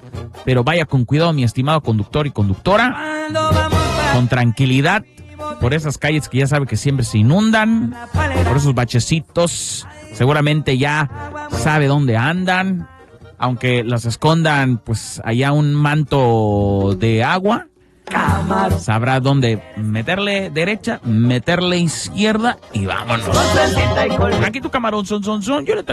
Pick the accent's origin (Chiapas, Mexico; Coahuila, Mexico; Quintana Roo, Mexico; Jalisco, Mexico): Quintana Roo, Mexico; Yo soy de Quintana Roo.